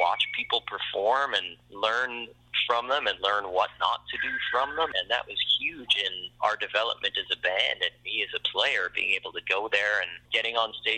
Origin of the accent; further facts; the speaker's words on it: Saskatchewan, Canada; And, you know, growing up in Saskatchewan during the long, cold winters